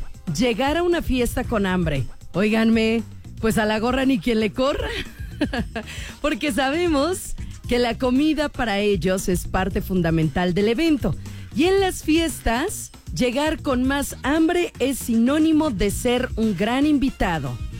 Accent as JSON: {"language": "Spanish", "country": "Mexico", "said": "hacemos como mexicanos"}